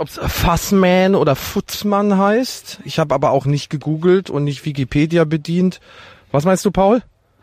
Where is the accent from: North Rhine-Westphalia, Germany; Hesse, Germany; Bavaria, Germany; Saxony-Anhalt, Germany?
Bavaria, Germany; Gräfelfing; erinnert mich tatsächlich ein bisschen an den Ort, wo ich herkomme, nämlich Gräfelfing. Ich nenne es manchmal Gräfelfick, weil es mir so auf den Sack geht.